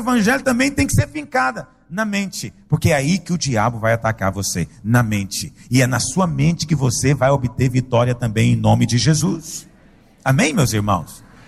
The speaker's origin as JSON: {"language": "Portuguese", "town": "Goiânia", "region": "Goiás", "country": "Brazil", "said": "De onde você é? Ah, sou de Goiânia. Ah, Goiânia, já estive lá."}